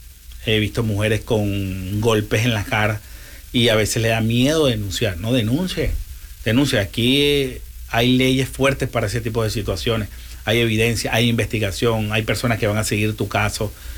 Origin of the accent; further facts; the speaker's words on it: Venezuela; now in Tampa, United States; Soy de Venezuela, primero que todo.